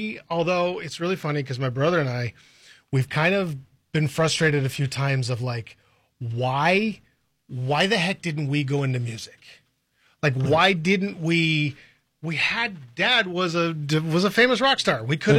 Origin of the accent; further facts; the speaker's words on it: Los Angeles, California, United States; I grew up in California. Yeah, okay. But I grew up out in L.A., so I was a Dodgers fan, Angels fan, all that stuff.